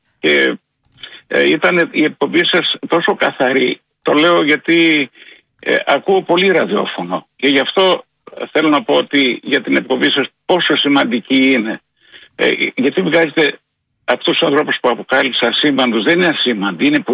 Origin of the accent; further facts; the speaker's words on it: Neo Petri, Central Macedonia, Greece; also born or lived in Thessaloniki; Όχι, όχι, εγώ γεννήθηκα στο Νέο Πετρί της Σερών και έφυγα στα 12 μου γιατί δυστυχώς το χωριό μου ήταν ένα πολύ φτωχό χωριό.